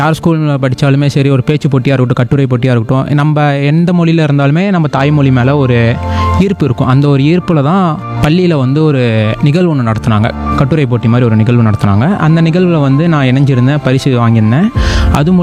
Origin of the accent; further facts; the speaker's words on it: Salem, Tamil Nadu, India; moved away as an adult; also born or lived in Namakkal; now in Hosur, India; நான் வந்து சேலத்தில் தான் பிறந்தது வளர்ந்தது எல்லாமே.